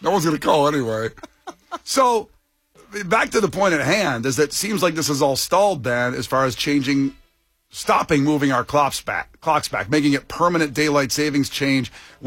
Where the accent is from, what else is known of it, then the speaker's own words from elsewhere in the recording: Ohio, United States; I grew up in Eastern time in Ohio